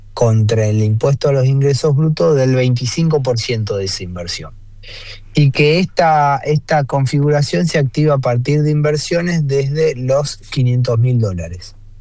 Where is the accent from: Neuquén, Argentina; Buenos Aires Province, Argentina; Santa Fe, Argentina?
Santa Fe, Argentina; Rosario; somos santafesinos, somos rosarinos, somos más rosarinos que santafesinos y el orgullo lo tenemos